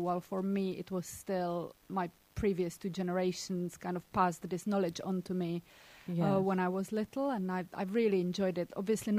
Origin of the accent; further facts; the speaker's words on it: Czechia; moved away; Well, I grew up in a country that this was still part of daily living. So I was born in communism in Eastern Europe, in Czechoslovakia back then, now Czech Republic.